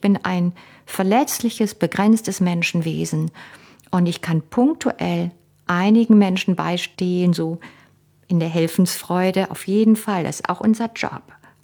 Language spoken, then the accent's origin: German; Cologne, North Rhine-Westphalia, Germany; für mich als Kind in Köln aufgewachsen